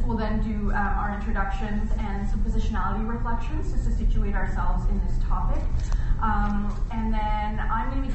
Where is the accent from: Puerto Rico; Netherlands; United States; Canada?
Canada; Kingston, Ontario; born there; I was born in Canada, right here in Kingston, in fact, to parents who immigrated to this country from India.